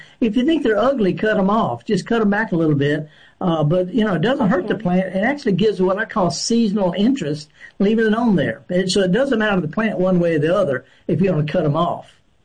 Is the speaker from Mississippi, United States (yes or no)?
yes; Mississippi, United States; I'm from the Delta